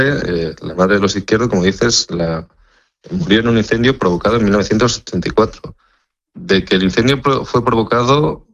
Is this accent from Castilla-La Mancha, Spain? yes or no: no; Extremadura, Spain; Yo soy extremeño, pero bueno, vivo un poquito lejos de allí.